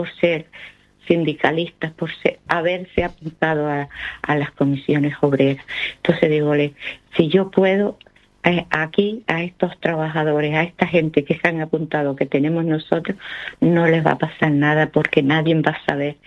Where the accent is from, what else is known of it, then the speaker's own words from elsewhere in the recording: Canary Islands, Spain; me tratan como una canaria que defiende su tierra